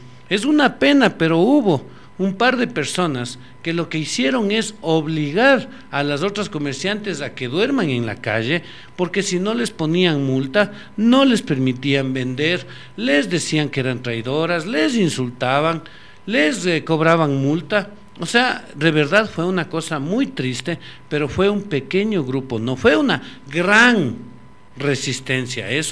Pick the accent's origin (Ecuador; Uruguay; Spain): Ecuador; Riobamba, Chimborazo; Nosotros que somos de aquí de Riobamba, nosotros que vivimos en Riobamba